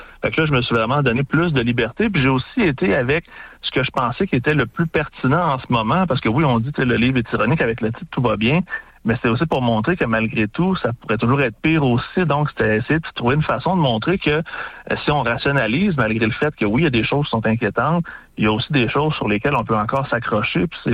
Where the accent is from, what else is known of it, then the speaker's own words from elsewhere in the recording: Quebec, Canada; now in Rouyn-Noranda, Canada; nous en tant que Québécois